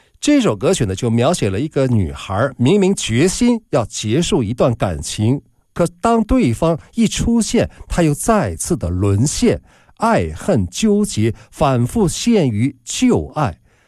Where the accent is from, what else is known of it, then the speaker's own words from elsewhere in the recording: China; 我们中国人